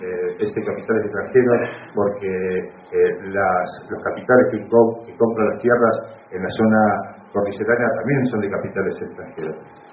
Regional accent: Cinco Saltos, Río Negro, Argentina; Yo que soy acá de Cinco Saltos

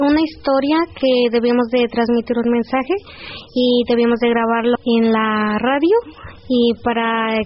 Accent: Ocotla, Mexico; vengo de la comunidad de Ocotla.

